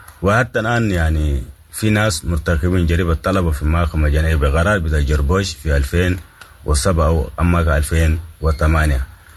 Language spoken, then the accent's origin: Arabic; Sudan; لانه هم نحن سودانيين وافارقة صحيح